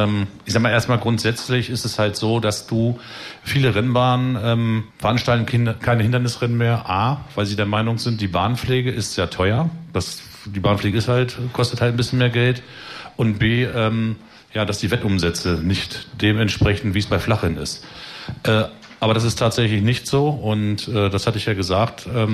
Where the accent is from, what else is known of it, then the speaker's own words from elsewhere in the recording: Goslar, Lower Saxony, Germany; born there; Gut, ich bin ja gebürtiger Goslarer, war auch wirtschaftlich in Goslar aktiv, habe da relativ gute Kontakte.